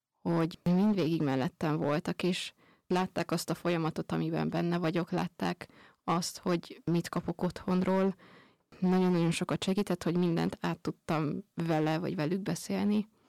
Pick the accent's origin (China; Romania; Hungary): Hungary; Kőszeg, Vas; moved away; Kőszegről származom.